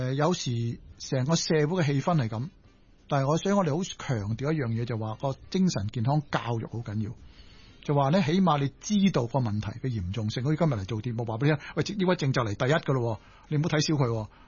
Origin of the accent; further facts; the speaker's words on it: China; 我哋中国人不嬲科举制度啊嘛